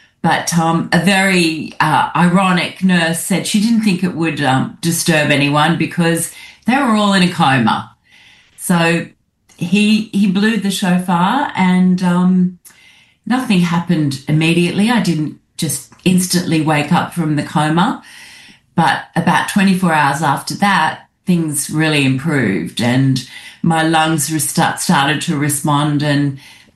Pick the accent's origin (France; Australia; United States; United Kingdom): Australia; I really thought of myself as Australian first and Jewish, not even a close second. So my Jewish background was very limited.